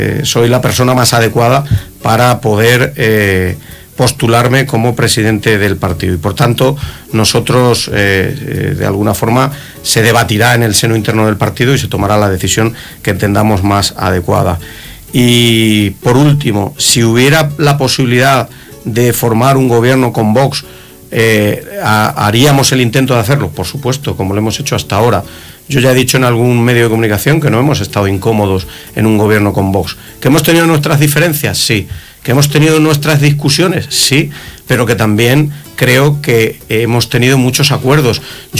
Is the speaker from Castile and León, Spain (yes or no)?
no; Bolaños de Calatrava, Castilla-La Mancha, Spain; en mi pueblo, en Bolaños de Calatrava